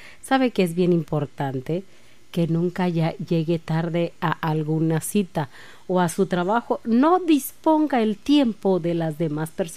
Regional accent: Mexico; nosotros como mexicanos siempre andamos llegando tarde.

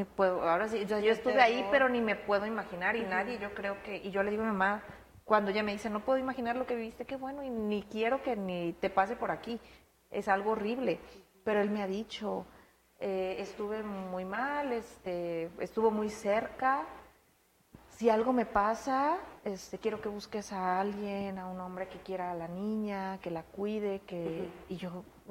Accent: Mexico; Y yo decía, ¡oh! Como toda mexicana, a lo mejor, y la idiosincrasia de acá

